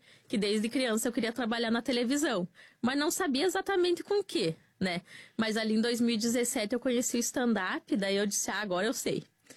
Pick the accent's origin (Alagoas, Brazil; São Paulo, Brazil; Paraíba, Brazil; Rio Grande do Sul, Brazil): Rio Grande do Sul, Brazil; Vacaria; moved away as an adult; also born or lived in Caxias do Sul; Eu sou de Vacaria, mas no contexto dessa história já em Caxias do Sul.